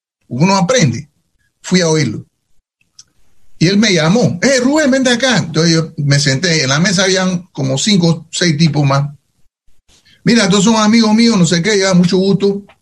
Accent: Panama; moved away; Eso fue lo que me hizo a mí fuerte cuando yo salí de Panamá y llegué a Nueva York

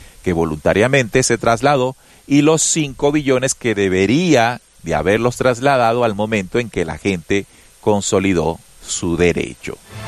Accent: Colombia

